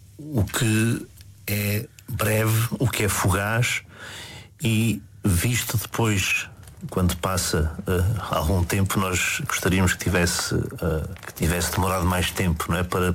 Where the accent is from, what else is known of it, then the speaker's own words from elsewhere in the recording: Centre, Portugal; não decidi voltar para casa porque o chamamento da beira baixa, da beira alta, enfim, da minha terra, sempre falou mais alto, não é?